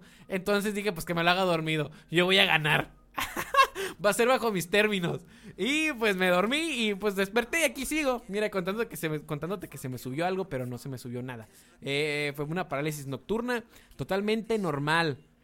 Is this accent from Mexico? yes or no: yes; Mexico; todos somos mexicanos, la mayoría de los que estamos aquí.